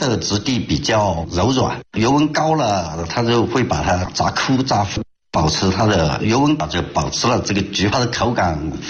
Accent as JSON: {"language": "Chinese", "region": "Yunnan", "country": "China", "said": "我们云南人先辈吃花"}